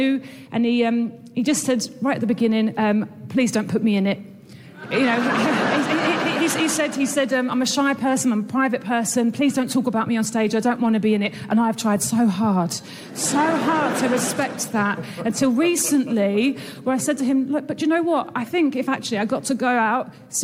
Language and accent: English; England, United Kingdom; Thank you so much. I'm here from England.